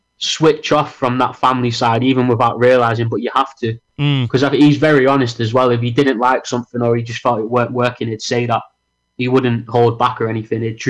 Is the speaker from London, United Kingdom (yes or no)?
no; Manchester, North West England, United Kingdom; also born or lived in Liverpool; So we grew up in Manchester, which isn't too far from Liverpool